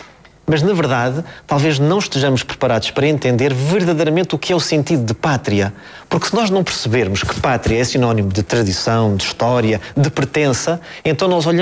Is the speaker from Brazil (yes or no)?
no; Portugal